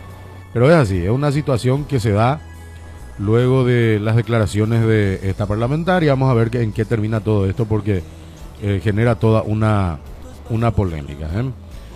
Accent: Paraguay; nosotros los paraguayos

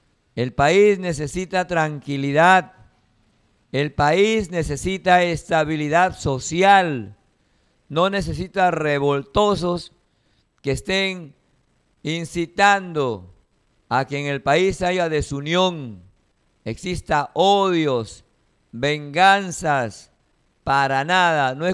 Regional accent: Peru; todos somos peruanos

